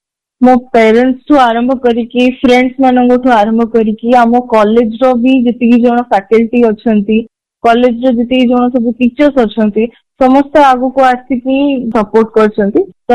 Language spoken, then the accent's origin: Odia; Nabarangpur, Odisha, India; ମୁଁ ଯେତେବେଳେ କୁହେ କି ମୁଁ ନବରଙ୍ଗପୁରରୁ, ଏମିତି ବି ମୋ ସହିତ ବହୁତ ଇନସିଡେଣ୍ଟ ହେଇଛି କି ଲୋକମାନଙ୍କୁ ନବରଙ୍ଗପୁର ଜିଲ୍ଲାର ନାଁ ବି ଜଣାନି